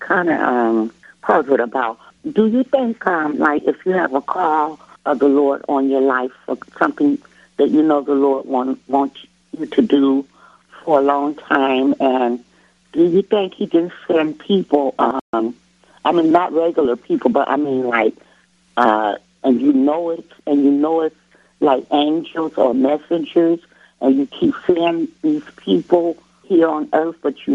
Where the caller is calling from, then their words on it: Detroit, Michigan, United States; First time calling. I'm from Detroit, Michigan.